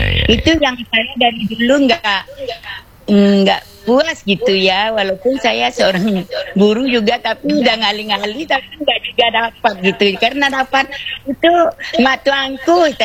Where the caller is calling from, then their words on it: Pariaman, West Sumatra, Indonesia; Seperti saya orang Pariaman.